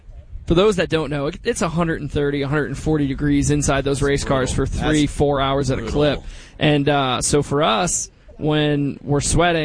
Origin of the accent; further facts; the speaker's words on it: Connecticut, United States; I grew up in Connecticut.